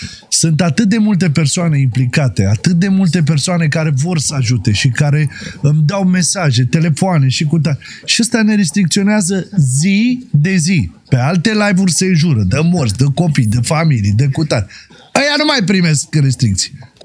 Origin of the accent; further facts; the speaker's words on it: Romania; noi suntem români, nu suntem francezi.